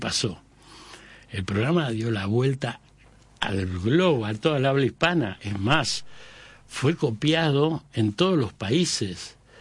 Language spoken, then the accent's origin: Spanish; Buenos Aires, Argentina; Yo soy nací en Villa Crespo, me crié toda la vida en Villa Crespo